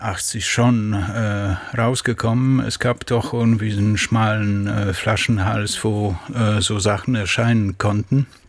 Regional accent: Łódź, Łódź Voivodeship, Poland; born there; Und davor habe ich ein Stück aus Łódź, aus meiner Geburtsstadt, aus Łódź

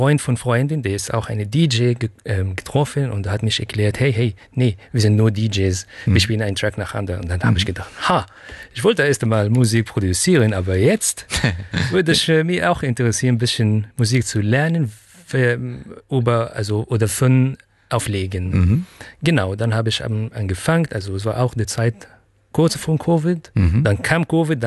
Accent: Egypt; now in Cologne, Germany; Also, ich wohne in Köln, ich komme aus Ägypten, aber.

